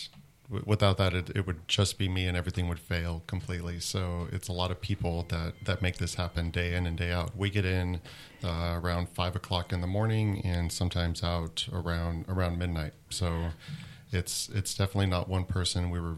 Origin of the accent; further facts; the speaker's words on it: Las Vegas, Nevada, United States; So I think growing up in Las Vegas, my whole family worked in the industry as well, and on the gaming side in the casinos.